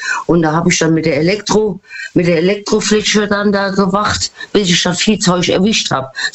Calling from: Rhineland-Palatinate, Germany; Aus dem Westerwald.

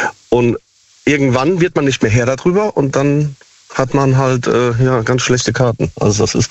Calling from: Siegen, North Rhine-Westphalia, Germany

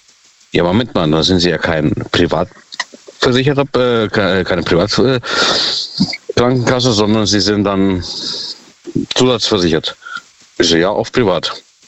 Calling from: Ottersweier, Baden-Württemberg, Germany; Aus Ottersweier.

